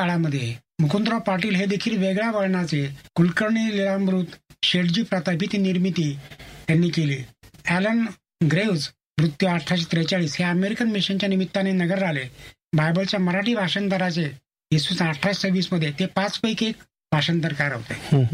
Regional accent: Maharashtra, India; 1960 साली मी ग्रामीण भागातून नगरला शिक्षणासाठी आलो. आमच्या आई वडिलांनी आम्हा 5 भावाला नगरला आणून सोडलं.

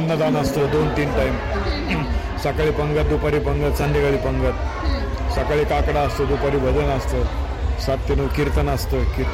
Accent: Ahilyanagar, Maharashtra, India; माझं बालपण इथे गेलेले आहे.

